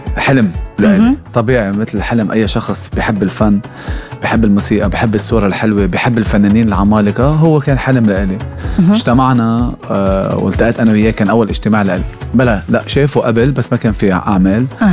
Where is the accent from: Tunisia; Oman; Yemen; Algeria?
Tunisia; أنت لبناني وأنا تونسي